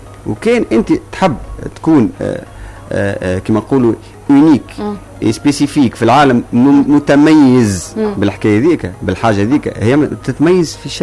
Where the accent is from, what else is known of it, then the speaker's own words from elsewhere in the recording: Tunisia; ربطتني بطاقة تعريف تونسي.